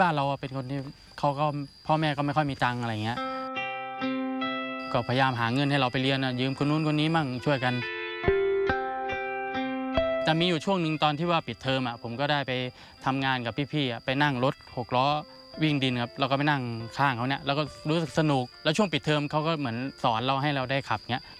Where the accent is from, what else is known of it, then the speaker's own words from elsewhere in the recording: Rayong, Thailand; moved away as an adult; now in Wang Nam Khiao, Thailand; จริงๆผมเป็นคนระยองครับอำเภอแกง